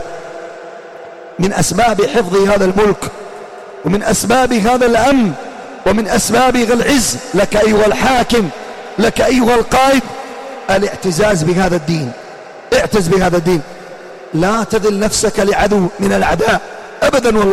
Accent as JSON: {"language": "Arabic", "country": "Yemen", "said": "في بلادنا اليمن"}